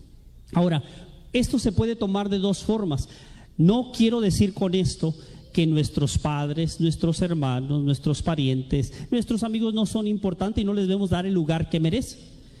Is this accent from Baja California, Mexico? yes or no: yes; Tijuana, Baja California, Mexico; born there; Yo nací aquí en Tijuana